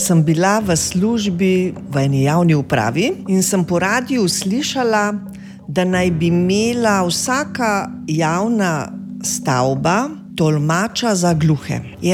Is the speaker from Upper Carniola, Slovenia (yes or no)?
yes; Kranj, Upper Carniola, Slovenia; jaz sem tudi Kranjčanka